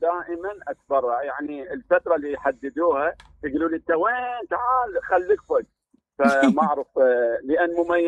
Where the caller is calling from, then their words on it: Karbala, Karbala Governorate, Iraq; عندنا بكربلاء